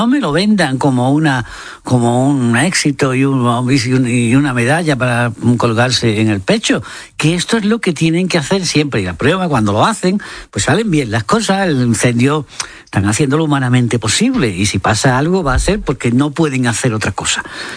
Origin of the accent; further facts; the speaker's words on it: Marchena, Andalusia, Spain; cuadros extraordinarios de las quemas de rastrojo en la Vega de Carmona y en el Viso y todo eso, aparte de mi pueblo, de Marchena, etc.